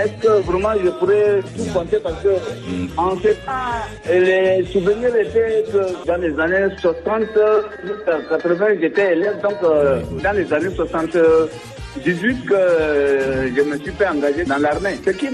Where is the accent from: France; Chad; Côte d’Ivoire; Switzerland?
Chad; Donc, il faudrait qu'ils comprennent que nous sommes tous des Tchadiens.